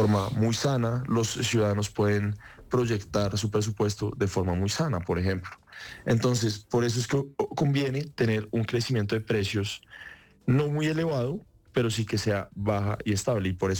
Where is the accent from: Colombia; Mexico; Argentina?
Colombia